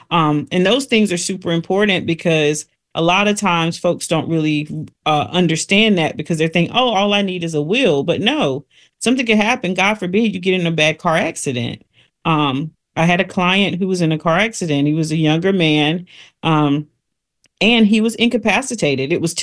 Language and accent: English; South Carolina, United States; North Carolina, unlike our state down south, I'm from South Carolina, doesn't recognize common law marriage.